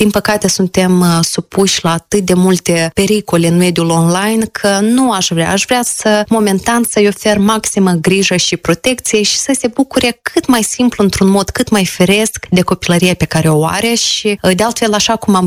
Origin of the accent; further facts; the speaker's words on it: Chișinău, Moldova; also born or lived in Hirova, Călărași District; Copilăria am petrecut-o la țară mai mult, chiar dacă eu sunt de origine din Chișinău, dar așa a fost să fie ca în fiecare vară, de la început de iunie până la sfârșit de august, părinții să ne lase la bunei la țară, ei să-și continue activitatea în oraș și am petrecut-o în raionul Călăraș